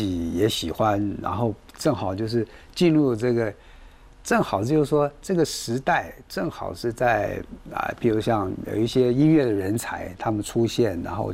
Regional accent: Taiwan; born there; 我是出生在台湾的这个外省第二代，我的父母他们都是从大陆过来

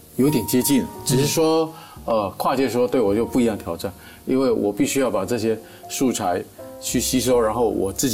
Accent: Taiwan; born there; 我还是一个台湾出生的一个华人音乐家

